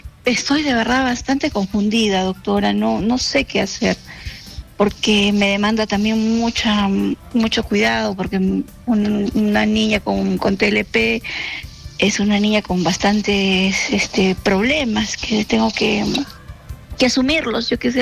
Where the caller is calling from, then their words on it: Arequipa, Peru; Le habla de aquí de Arequipa.